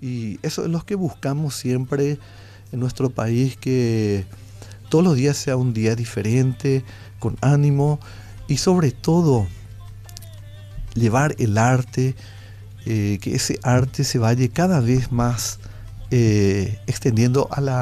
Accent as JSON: {"language": "Spanish", "country": "Paraguay", "said": "nos identifica mucho como paraguayos. Y creo que debe ser así, llevar en alto nuestra cultura, estar orgulloso de nuestro idioma guaraní"}